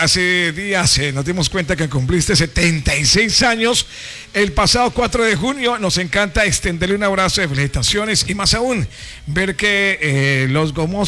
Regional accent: Amalfi, Antioquia, Colombia; somos de Amalfi.

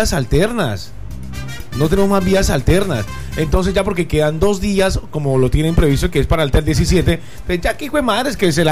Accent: Barrancabermeja, Santander, Colombia; Yo soy nacido y criado en la Comuna 4 de Barranca Bermeja. Ya no vivo allá, ahora vivo en la Comuna 6, me fui dos comunas más.

